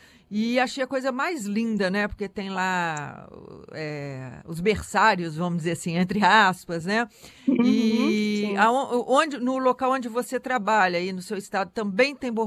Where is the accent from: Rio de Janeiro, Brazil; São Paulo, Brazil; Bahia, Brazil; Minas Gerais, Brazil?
Minas Gerais, Brazil; São João Nepomuceno; moved away; Eu sou de São João Nepomuceno, que é da Zona da Mata, sim, ali perto de Juiz de Fora, né?